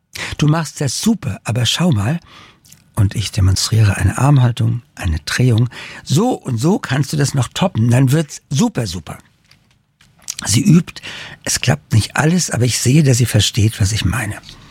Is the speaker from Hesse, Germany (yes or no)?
yes; Darmstadt, Hesse, Germany; Ein plötzlich rosa Himmel und ich freue mich an meine Heimatstadt, freue mich des Lebens.